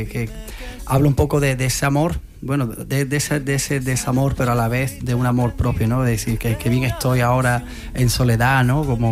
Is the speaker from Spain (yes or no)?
yes; Mairena del Alcor, Andalusia, Spain; Y sí, soy de Mairena del Alcor, una tierra que respira mucho el cante hondo, ¿no?